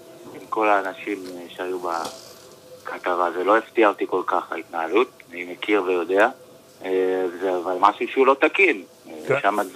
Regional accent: Tel Aviv, Tel Aviv District, Israel; אני גדלתי בכפר שלם.

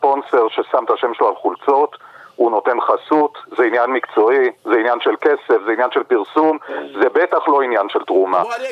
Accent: Jerusalem, Jerusalem District, Israel; גדלתי בירושלים

